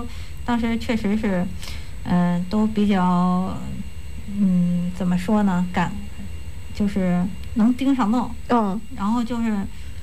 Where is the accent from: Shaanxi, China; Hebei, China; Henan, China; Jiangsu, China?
Hebei, China; Chengde; 我是承德市土生土长的人